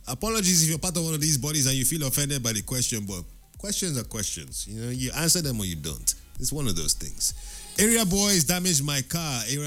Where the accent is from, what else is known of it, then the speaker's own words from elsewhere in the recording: Nigeria; I'm Nigerian.